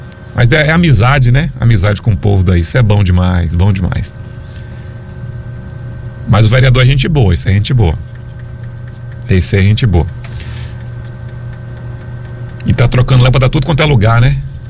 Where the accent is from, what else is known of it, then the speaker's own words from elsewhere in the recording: Brazil; Afinal, somos brasileiros